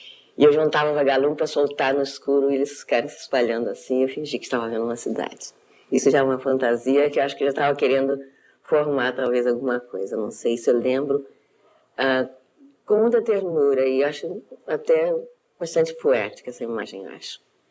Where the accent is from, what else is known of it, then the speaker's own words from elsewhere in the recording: Rio de Janeiro, Brazil; born there; also born or lived in Minas Gerais; eu nasci aqui no Rio de Janeiro, no Engenho de Dentro. E meu pai tinha um pequeno sítiozinho, uma fazendola no interior de Minas. E fui para lá muito pequenininha, com meses para lá. E ali cresci, voltei para o Rio de Janeiro quando tinha 8 anos de idade.